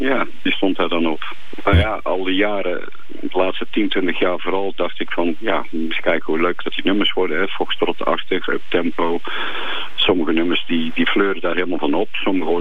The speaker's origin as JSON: {"language": "Dutch", "country": "Netherlands", "moved": "yes", "lives_now": "Belgium", "said": "Als je dan Nederland pakt en ik woon in België, dan wel natuurlijk. Maar ik ben Nederlander van oorsprong."}